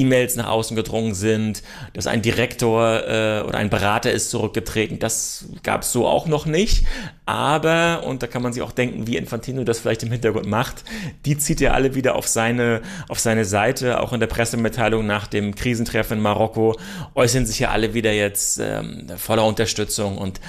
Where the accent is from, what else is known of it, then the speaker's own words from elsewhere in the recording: Germany; Wir kommen aus Europa, Sie kommen aus der Schweiz, Demokratie in der DNA, ich komme aus Deutschland.